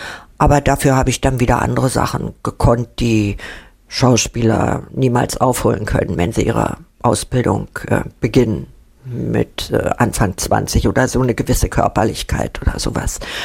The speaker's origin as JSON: {"language": "German", "region": "Berlin", "country": "Germany", "said": "und dann noch als Berlinerin."}